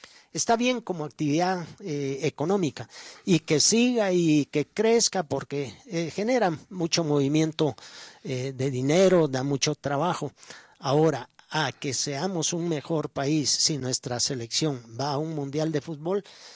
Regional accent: Guatemala; nosotros como chapines

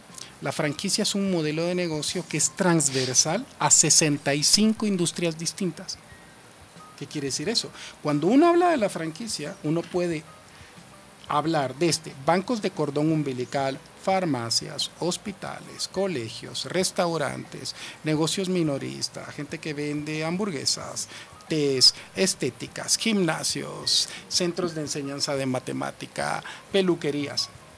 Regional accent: Guatemala; nosotros como guatemaltecos

